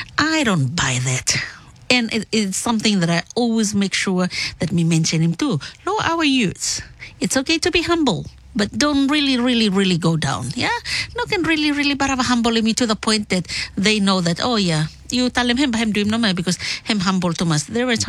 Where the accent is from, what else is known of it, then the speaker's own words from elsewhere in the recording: Rennell and Bellona, Solomon Islands; I might be from Renal Bellona. I might be a Polynesian, but my passport stated that I am a Melanesian because me come from the Solomon Islands.